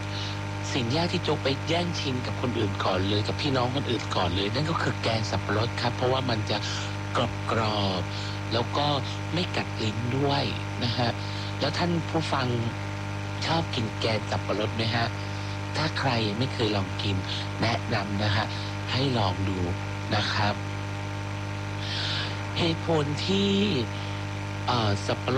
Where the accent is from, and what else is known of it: Phuket, Thailand